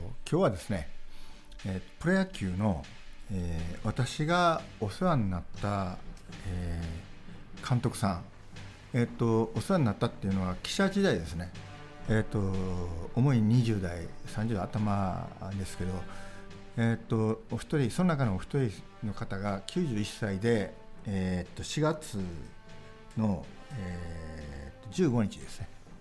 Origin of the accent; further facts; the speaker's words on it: Kobe, Hyogo, Japan; born there; 神戸生まれで神戸を愛するキャリアコンサルタントでフリーライターの